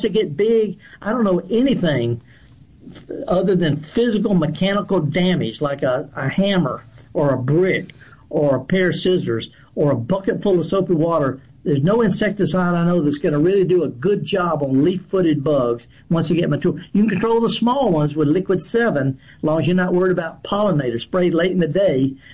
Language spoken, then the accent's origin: English; Mississippi, United States; we're from Mississippi. We don't care.